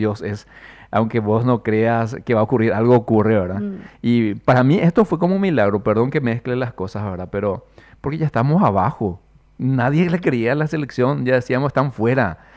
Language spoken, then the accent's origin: Spanish; Paraguay